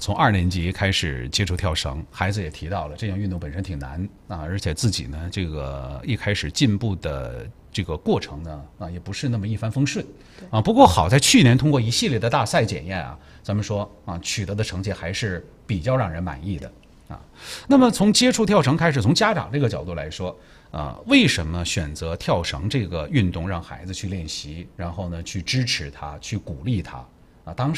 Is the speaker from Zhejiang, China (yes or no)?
no; Jinzhou, Liaoning, China; 那么对于咱们锦州在咱们家乡